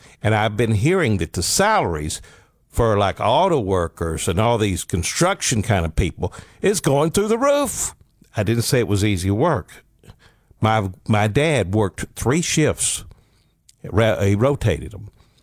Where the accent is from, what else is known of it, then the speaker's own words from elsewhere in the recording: Alabama, United States; I grew up in Northeast Alabama on a mountain.